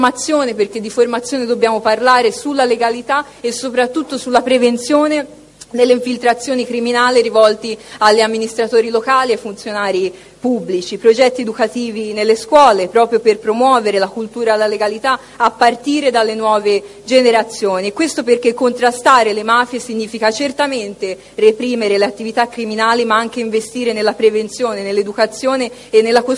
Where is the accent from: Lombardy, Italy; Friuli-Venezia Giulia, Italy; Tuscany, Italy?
Tuscany, Italy; io sono toscana, specialmente nel centro-nord Italia.